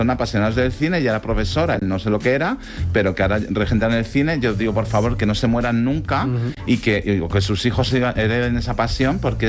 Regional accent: Villaviciosa de Odón, Community of Madrid, Spain; mi pueblo de aquí de Madrid, Villaviciosa Odón, tiene un cine maravilloso de verano.

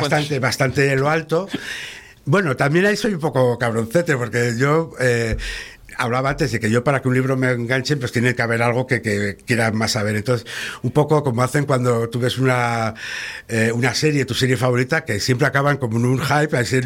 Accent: León, Castile and León, Spain; born there; yo nací en León porque casualmente en aquella época mi madre sacó unas cátedras y eligió León, y mi padre siguió a mi madre.

